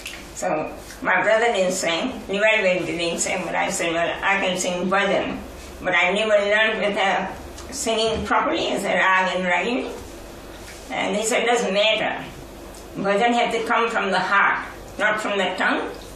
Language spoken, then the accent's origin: English; New Zealand; we said, I come from New Zealand.